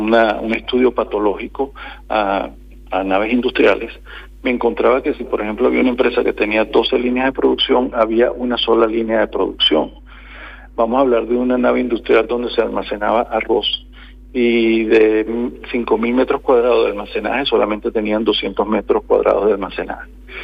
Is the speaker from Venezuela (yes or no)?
yes; Venezuela; moved away as an adult; now in Lorca, Spain; yo quiero mucho España, yo soy ciudadano español también, pero tampoco olvido mis raíces y me duele mucho mi país